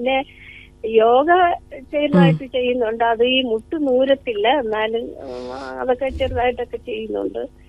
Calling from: Kollam, Kerala, India; Kollam Sooranad വയ്യാങ്കരയിൽ.

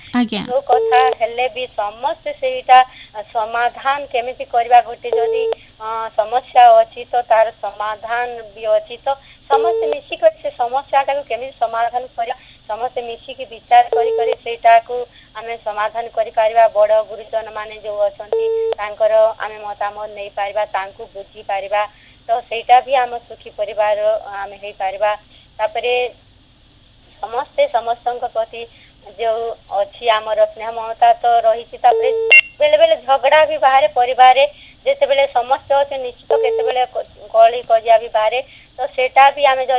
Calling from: Bargarh, Odisha, India; ହଁ ନାନୀ, ମୁଁ ବରଗଡ଼ରୁ, ବରଗଡ଼ କଟାପାଲୁ

